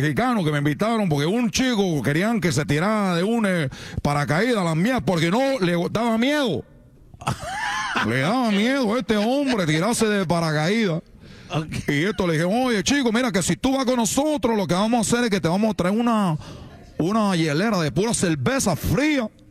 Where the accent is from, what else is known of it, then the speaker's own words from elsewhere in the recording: Cuba; Yo soy de Cuba.